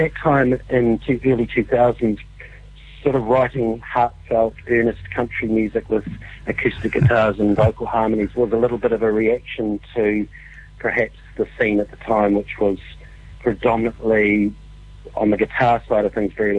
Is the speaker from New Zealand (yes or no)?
yes; Dunedin, Otago, New Zealand; moved away as an adult; also born or lived in Auckland; I was living in Auckland at the time. I'm originally from Te Pōti, Dunedin, where we are based now, but I was living in Auckland